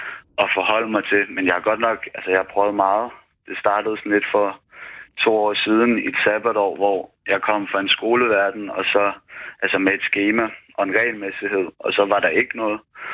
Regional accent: Rudersdal, Capital Region of Denmark, Denmark; now in Tingbjerg, Denmark; Jamen, jeg ringer fra Tingbjerg. Jeg er vokset op i Rudersdal Kommune, og der fik vi skole-iPads i 3. klasse.

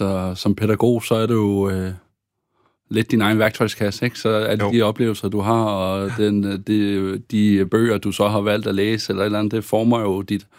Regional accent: Aarhus, Central Denmark Region, Denmark; min opvækst på Aarhus Strand har præget mig i mit arbejde.

